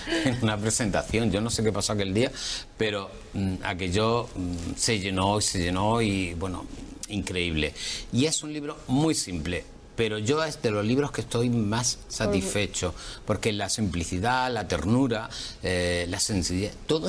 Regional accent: Mengíbar, Andalusia, Spain; en mi pueblo, en Mengíbar, yo soy de Jaén

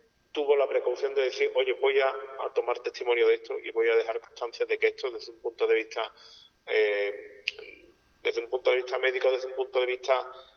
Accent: Seville, Andalusia, Spain; Estás buscando un poco un paralelismo con mi ciudad natal, con Sevilla.

